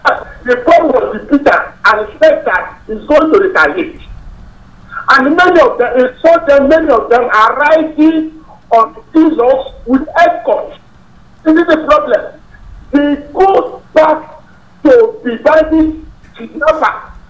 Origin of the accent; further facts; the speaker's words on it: Ghana; from Ghana.